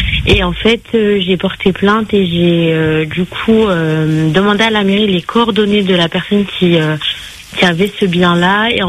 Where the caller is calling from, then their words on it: Lyon, Auvergne-Rhône-Alpes, France; je vous appelle de la France.